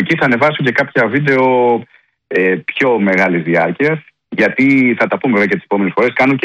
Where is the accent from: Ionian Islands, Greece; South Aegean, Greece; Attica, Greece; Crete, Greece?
Attica, Greece; Piraeus; Είμαι και από τον Πειραιά.